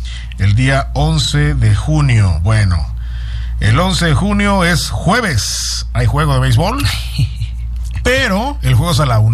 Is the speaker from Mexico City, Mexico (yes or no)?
no; Nuevo Casas Grandes, Chihuahua, Mexico; born there; nacimos en Nuevo Casas Grandes.